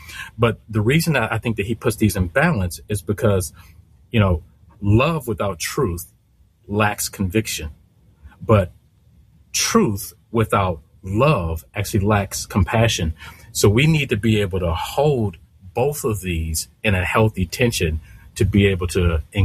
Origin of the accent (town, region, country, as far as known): Detroit, Michigan, United States